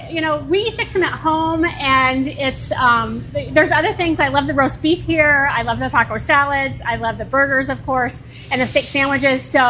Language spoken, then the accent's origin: English; Midwest, United States; And being a Midwesterner